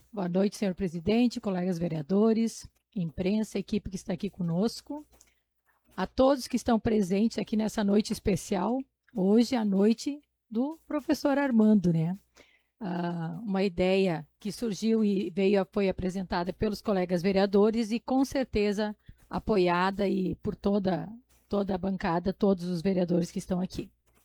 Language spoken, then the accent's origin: Portuguese; Pontão, Rio Grande do Sul, Brazil; born there; Eu nasci aqui no Pontão